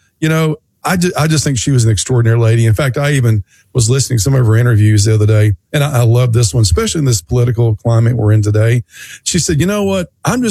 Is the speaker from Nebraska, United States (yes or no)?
no; Tennessee, United States; Well, it starts in rural Tennessee, and that's my home state too, ladies and gentlemen.